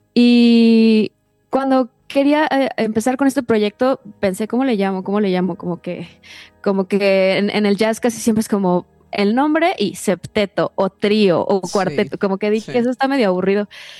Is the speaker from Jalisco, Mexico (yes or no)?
no; Mexico City, Mexico; yo soy una compositora que nací y crecí y vivo en la Ciudad de México